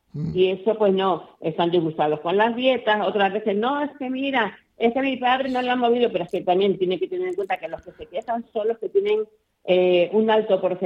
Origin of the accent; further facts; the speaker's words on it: Castile, Spain; yo soy muy castellana